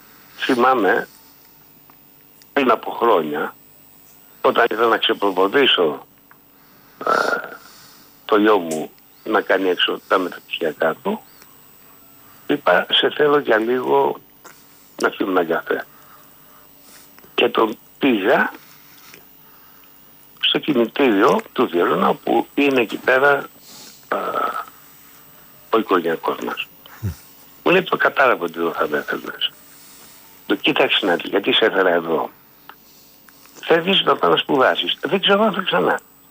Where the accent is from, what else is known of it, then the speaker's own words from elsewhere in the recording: Vyronas, Attica, Greece; born there; το σπίτι στο οποίο γεννήθηκα ήταν ένα προσφυγικό σπίτι στον Δίρονα. Στον Δίρονα, γιατί εκεί έμειναν οι δικοί μου, με νοικιοστάσιο, στην οπό Κύπρου 71 και Ερυθρέας γωνία.